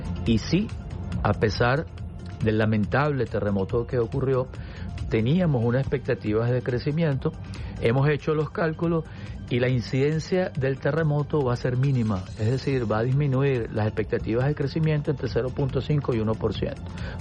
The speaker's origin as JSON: {"language": "Spanish", "country": "Venezuela", "said": "yo como venezolano lo siento en mi bolsillo."}